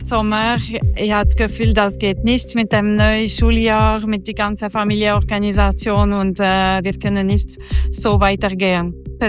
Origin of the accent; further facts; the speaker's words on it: Vaud, Switzerland; German is a second language; moved away; ich komme aus Kanton Waadt